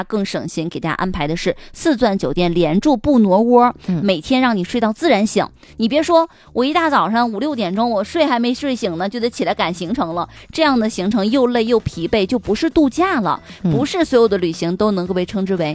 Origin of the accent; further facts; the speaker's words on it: Northeast China, China; 咱们东北人对大海有执念。